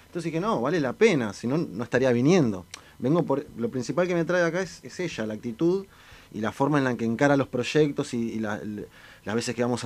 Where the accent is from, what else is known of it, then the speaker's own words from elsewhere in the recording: Mar del Plata, Buenos Aires Province, Argentina; vengo de Mar del Plata.